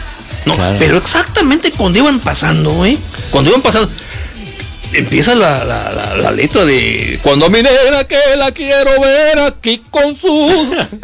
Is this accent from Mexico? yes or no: yes; Mexico; No somos de allá, claro está, pero somos mexicanos